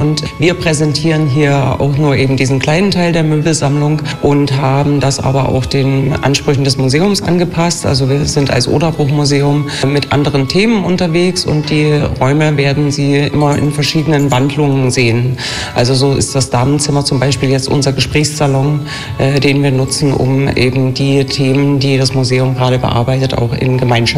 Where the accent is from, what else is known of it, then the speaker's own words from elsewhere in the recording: Dresden, Saxony, Germany; Ich komme aus dem Bergland, also aus Dresden.